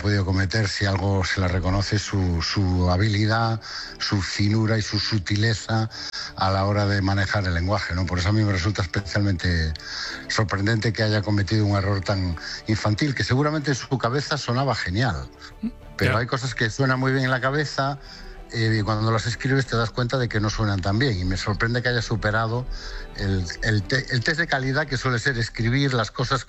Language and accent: Spanish; Galicia, Spain; Sí, Yo, hombre, yo soy de la Mariña de Lugo, que es lo más gallego que se puede ser.